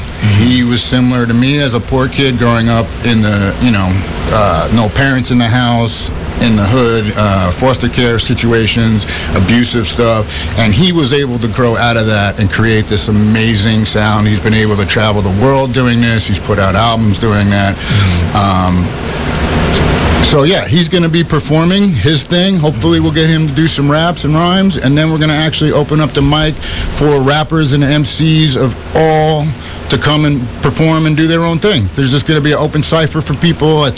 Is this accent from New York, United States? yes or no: yes; New York City, New York, United States; now in St. Paul, United States; I'm from Queens